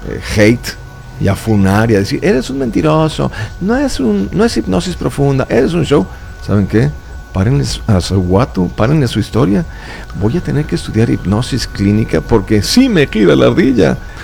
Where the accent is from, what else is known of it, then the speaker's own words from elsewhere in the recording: Guadalajara, Jalisco, Mexico; also born or lived in Santiago, Chile / United States; me trajeron a México, viví 3 años en México, después me fui otros 3 años a Estados Unidos con papá y mamá, y luego regresamos a Guadalajara. Toda la vida viví en Guadalajara hasta 1997.